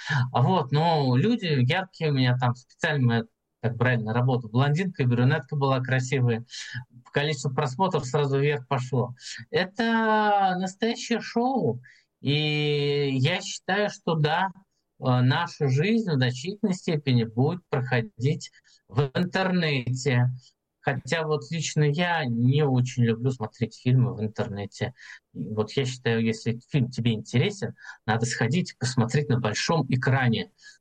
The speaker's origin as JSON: {"language": "Russian", "country": "Russia", "said": "а мы русские"}